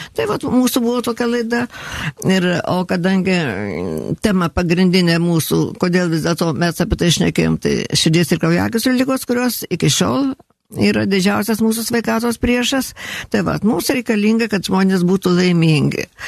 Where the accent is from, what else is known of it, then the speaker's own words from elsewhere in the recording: Telšiai, Telšiai County, Lithuania; aš esu iš Telšių. Aš gimiau Telšiuose, mokiausi Telšiuose